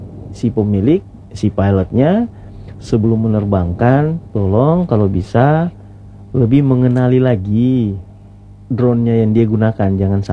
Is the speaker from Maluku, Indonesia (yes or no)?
yes; Maluku, Indonesia; daerah asal saya di Sirsur